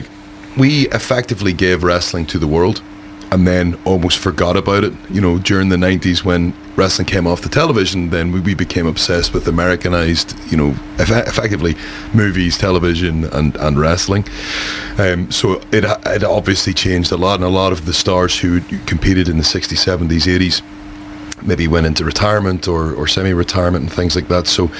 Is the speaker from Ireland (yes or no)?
yes; Ireland; Nikki's Scottish, I'm Irish, so why should we wrestle exactly the same as them?